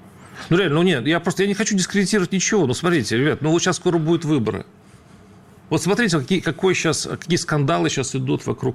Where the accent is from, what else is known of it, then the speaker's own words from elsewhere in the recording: Saransk, Mordovia, Russia; я как из Саранска тебе могу сказать, что мы там жестили.